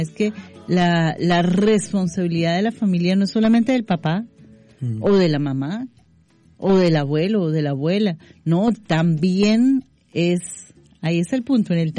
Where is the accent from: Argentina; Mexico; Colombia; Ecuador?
Colombia